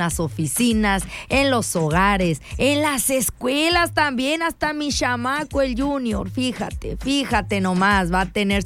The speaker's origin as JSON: {"language": "Spanish", "region": "Sonora", "country": "Mexico", "said": "siendo sonorense y mexicana"}